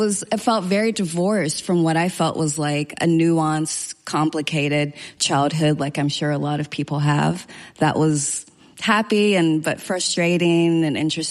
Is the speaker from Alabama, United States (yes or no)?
yes; Alabama, United States; Yeah, I call it the sort of insider-outsider status, which was, in so many ways, my life was very Southern. I went to public school.